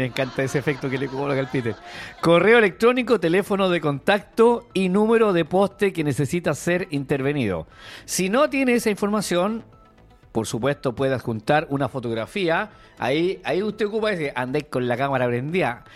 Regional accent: Chile; yo soy chileno, porque yo amo lo nuestro.

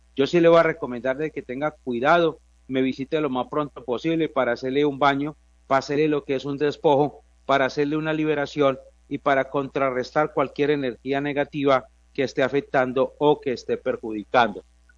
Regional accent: Viterbo, Caldas, Colombia; soy de Viterbo

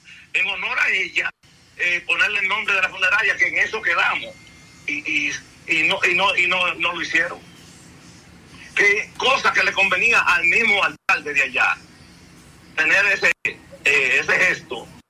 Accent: Bonao, Monseñor Nouel, Dominican Republic; somos de Bonao y nos conocemos

